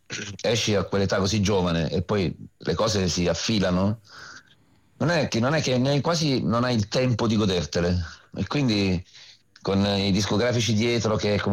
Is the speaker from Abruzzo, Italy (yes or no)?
yes; Abruzzo, Italy; moved away as an adult; also born or lived in Milan / Rome; Io sono orgogliosamente abruzzese, perché in questa regione, secondo me, c'è racchiusa non solo tanta bellezza, perché abbiamo sia il mare sia la montagna